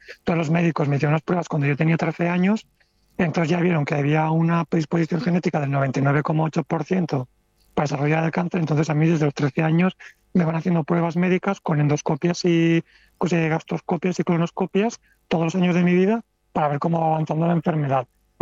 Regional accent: Valencia, Valencian Community, Spain; yo soy de Valencia

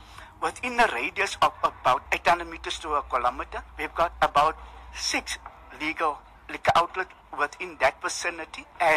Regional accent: Cape Town, Western Cape, South Africa; I'm from Mitchells Plain

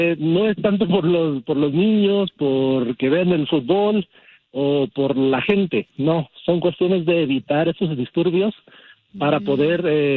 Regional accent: United States; yo crecí en Estados Unidos y recuerdo que el Mundial lo veíamos, nos ponían en el salón la tele y veíamos de los partidos.

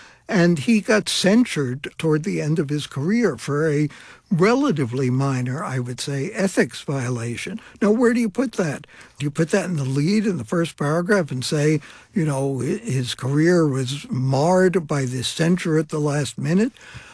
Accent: Brooklyn, New York, United States; born or raised there

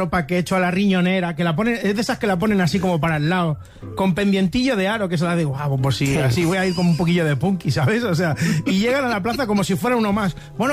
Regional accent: Rubí, Catalonia, Spain; Que claro, nosotros somos de Rubí.

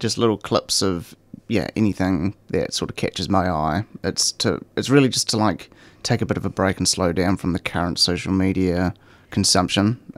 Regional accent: Wellington, New Zealand; now in Melbourne, Australia; So you can probably tell by the accent, I'm from New Zealand, from a little place called Wellington. Well, it's not that little in terms of New Zealand, it's the capital. But I moved to Melbourne 2.5 years ago.

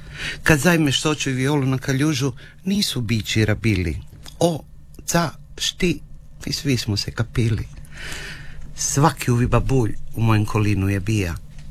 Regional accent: Brajkovići, Istria County, Croatia; born there; kako ja sam rođen u Brajkovići i Stavan u Brajkovići i taci i mati su mi puštili tu rodnu hižu i valje 400 lida smo tote.

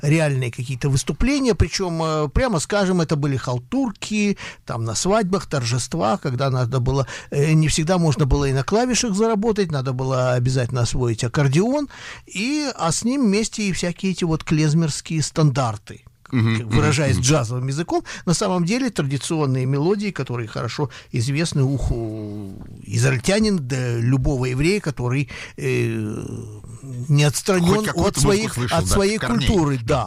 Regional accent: Odesa, Odesa Oblast, Ukraine; Я жил, да, я жил на уроженец Одессы.

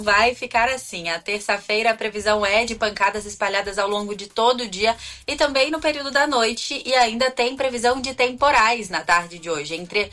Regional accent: Espírito Santo, Brazil; also born or lived in Minas Gerais; Já morei em Minas e sou do Espírito Santo.

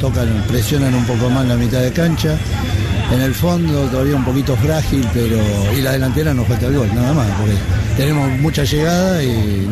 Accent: Banfield, Buenos Aires Province, Argentina; soy de Banfield, hincha de Boca.

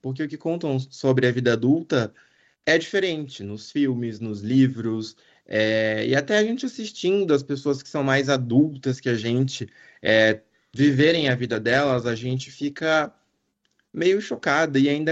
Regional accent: Bahia, Brazil; now in São Paulo, Brazil; quem muda de estado, como foi o meu caso, que eu sou baiano e hoje há 10 anos moro em São Paulo.

